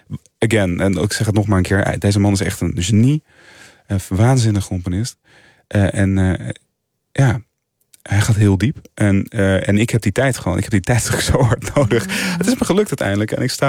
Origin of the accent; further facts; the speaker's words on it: Culemborg, Gelderland, Netherlands; Kom ik uit. Ja. En ben ik opgegroeid.